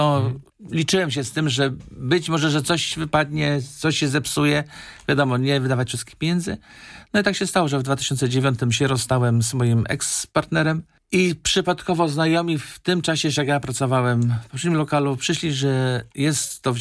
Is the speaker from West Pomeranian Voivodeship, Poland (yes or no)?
yes; Szczecin, West Pomeranian Voivodeship, Poland; now in Berlin, Germany; przyjechałem do Berlina w 2000. Jestem już kupę lat w Berlinie i też na dzielnicy Schöneberg. No jak przyjechałem to z Polski, ze Szczecina, to całkiem inny świat.